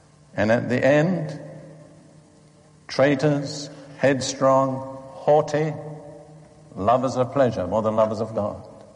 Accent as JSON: {"language": "English", "country": "United Kingdom", "tie": "born or raised there", "said": "I grew up in Britain between the two world wars."}